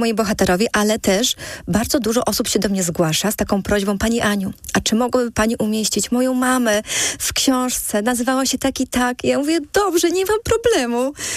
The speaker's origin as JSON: {"language": "Polish", "region": "Podlaskie Voivodeship", "country": "Poland"}